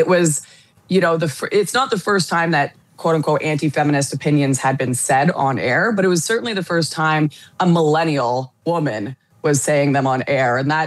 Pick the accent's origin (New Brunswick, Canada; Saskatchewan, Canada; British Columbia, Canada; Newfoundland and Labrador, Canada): British Columbia, Canada; Surrey; born there; I was born in Surrey, British Columbia, Canada, and I grew up a pretty regular working class background